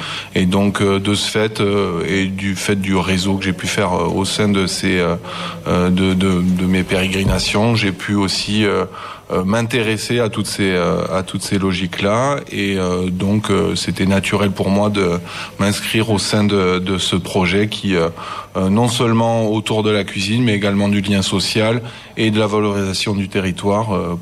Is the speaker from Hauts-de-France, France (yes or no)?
no; Saint-Affrique, Occitanie, France; je suis donc vraiment né au cœur du territoire, puisque je viens de la commune de Sainte-Afrique